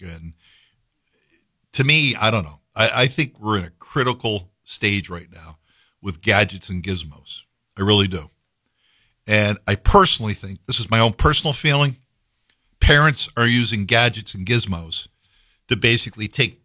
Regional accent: Schaghticoke, New York, United States; I drove through Scaticook the other day. the mothership where I grew up, the mothership is really Felt Fidelity, my hometown.

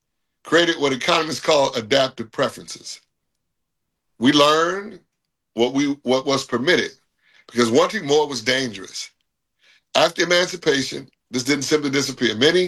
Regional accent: Chicago, Illinois, United States; In Chicago, I grew up in Chicago.

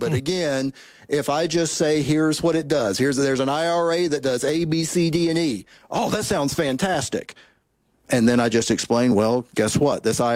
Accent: Tennessee, United States; here in my home state of Tennessee

